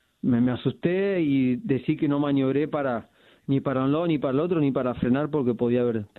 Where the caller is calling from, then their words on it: Florencio Varela, Buenos Aires Province, Argentina; Yo vivo en Florencio Varela